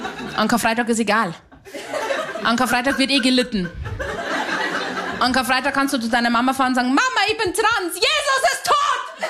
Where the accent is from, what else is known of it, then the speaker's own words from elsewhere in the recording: Bavaria, Germany; weil ich bin aus Hanusdorf bei Simbach bei London. Da ist er, da gibt's sowas nicht.